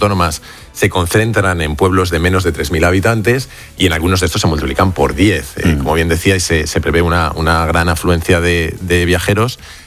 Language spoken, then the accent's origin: Spanish; Castilla-La Mancha, Spain; a mí me pilló en mi pueblo de la Serranía de Cuenca